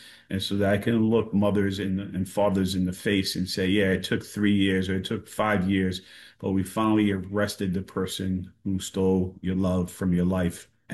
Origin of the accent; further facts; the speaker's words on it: New York City, New York, United States; So I grew up in East New York mostly, and the neighborhood in East New York I grew up in, you know, in the 80s and 90s, was considered high crime.